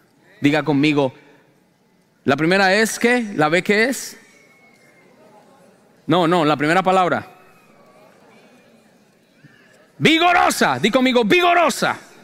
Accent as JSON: {"language": "Spanish", "country": "Colombia", "said": "fui a mi tierra de Colombia. Mi tierra no es Bogotá. Aunque todo el mundo dice, ¿usted nació en Bogotá? Bogotá es la ciudad. Pero yo vengo del campo, de allá, de las vacas."}